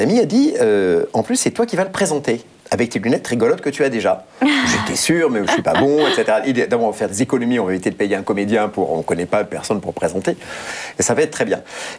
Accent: Nouvelle-Aquitaine, France; Et je retrouve les joies de mon enfance, sur la Côte Basque et sur le Pays Basque intérieur, ce qui est une région magnifique.

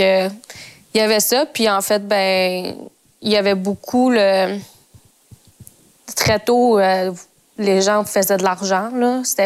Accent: Montreal, Quebec, Canada; Ben, j'ai grandi à Montréal, puis mes parents immigrés au Québec.

